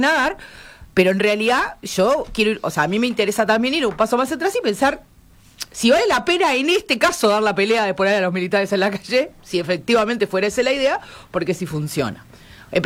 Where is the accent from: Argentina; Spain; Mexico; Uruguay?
Uruguay; Problemas que nosotros nos negamos como uruguayos a ver porque seguimos insistiendo en la excepcionalidad